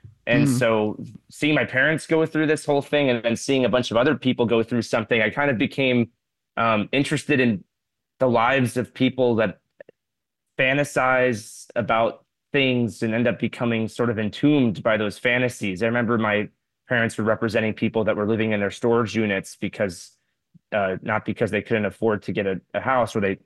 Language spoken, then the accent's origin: English; Florida, United States; like I grew up in Florida.